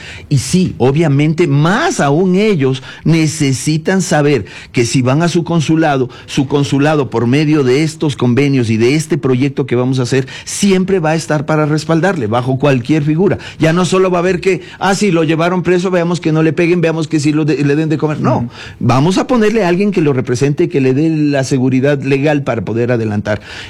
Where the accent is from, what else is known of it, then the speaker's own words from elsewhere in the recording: Ecuador; cómo somos los ecuatorianos, cómo pensamos los ecuatorianos